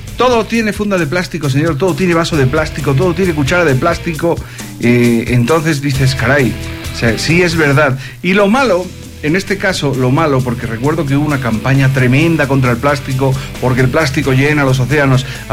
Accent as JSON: {"language": "Spanish", "town": "Cuenca", "region": "Azuay", "country": "Ecuador", "said": "una ciudad como la nuestra"}